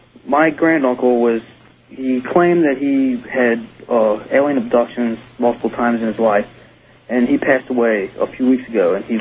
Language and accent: English; Kentucky, United States; I'm from Kentucky.